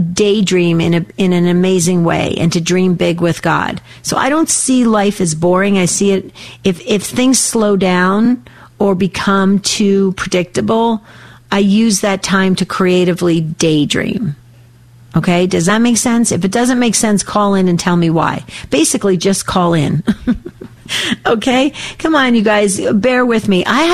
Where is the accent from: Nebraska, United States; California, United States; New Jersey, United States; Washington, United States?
New Jersey, United States; now in Arizona, United States; This is when I grew up in Jersey. We don't have any grass in Arizona.